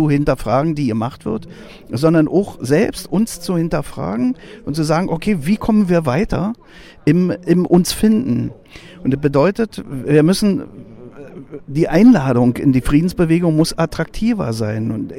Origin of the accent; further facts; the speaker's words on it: Germany; von wo kommst du denn? Aus Deutschland.